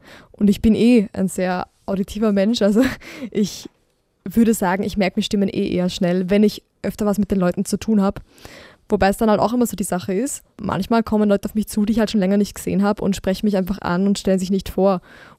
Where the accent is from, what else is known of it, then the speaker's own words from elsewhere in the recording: Burgenland, Austria; ich bin im Burgenland aufgewachsen und wohne auch immer noch dort